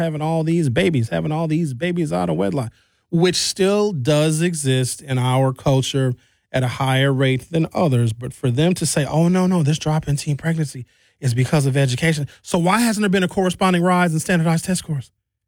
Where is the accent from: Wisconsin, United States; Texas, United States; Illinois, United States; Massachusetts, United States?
Wisconsin, United States; Brown Deer; They were a part of my developmental environment growing up in Brown Deer in the 1980s.